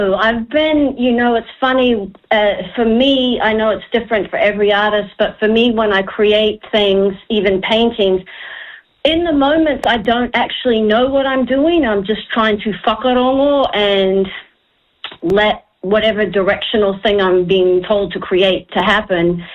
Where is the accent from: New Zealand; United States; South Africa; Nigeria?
New Zealand; even though I compose mostly in English, really, truly, inside me, the things I'm carrying are from Te Ao Māori.